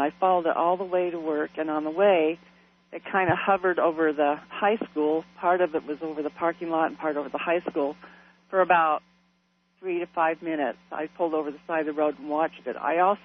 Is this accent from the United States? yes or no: yes; Roy, Utah, United States; I am from Roy, Utah.